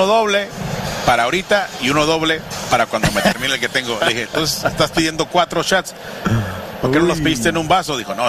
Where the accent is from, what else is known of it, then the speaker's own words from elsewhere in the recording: Mexico; Se me queda viendo, le dije, no te preocupes, soy mexicano.